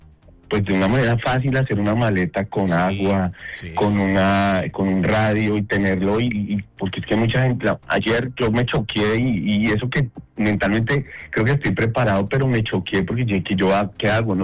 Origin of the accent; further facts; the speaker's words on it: Colombia; Hoy no hay nada, hermano. Hoy somos colombianos.